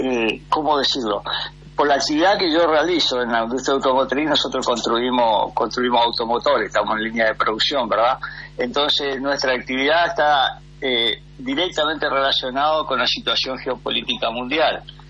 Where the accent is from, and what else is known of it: Argentina; now in Japan